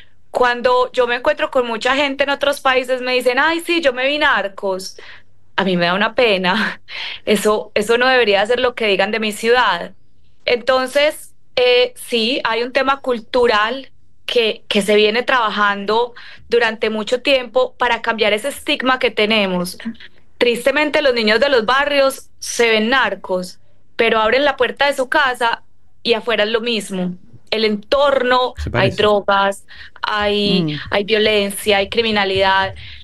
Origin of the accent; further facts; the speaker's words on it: Medellín, Antioquia, Colombia; Cualquier persona que vivimos, que crecimos en Medellín, sabemos distinguir si un estruendo que suena es pólvora o ala. Nosotros crecimos con miedo